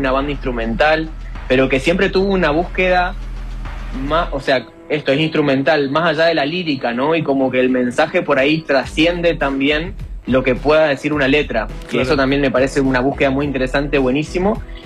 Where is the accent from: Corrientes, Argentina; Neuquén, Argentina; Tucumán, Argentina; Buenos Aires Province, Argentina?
Corrientes, Argentina; moved away as an adult; now in Santa Fe, Argentina; más de 7, 8 años capaz, desde que me mudé a Santa Fe. Yo soy de Corrientes Capital, me mudé a estudiar música acá